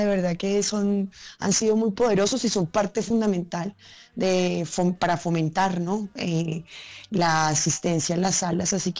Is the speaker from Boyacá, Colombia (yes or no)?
no; Medellín, Antioquia, Colombia; En mi tierra, Medellín